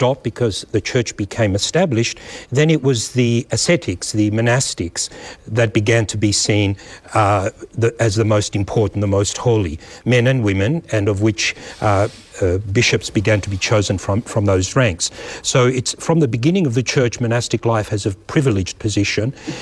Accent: Australia; accent: Australian; also born or lived in Egypt; now in United States; I come from a Greek family that lived in Egypt for several generations. I was born in Egypt, and we went to Australia when I was 6 years old. I grew up in Australia.

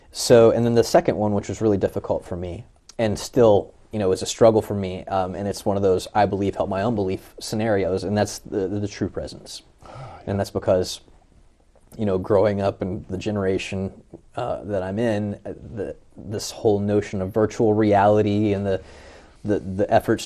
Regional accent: Bible Belt, United States; moved away; also born or lived in Cincinnati; we come from the Bible Belt where the preaching is just dynamic.

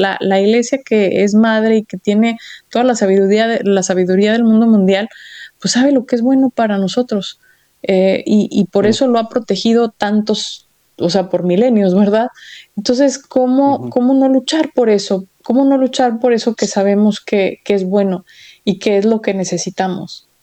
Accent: Mexico; andan de chapulines decimos en México

